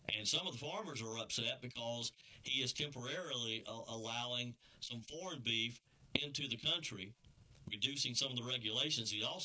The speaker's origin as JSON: {"language": "English", "region": "South Carolina", "country": "United States", "tie": "born or raised there", "said": "my home state of the upstate of South Carolina."}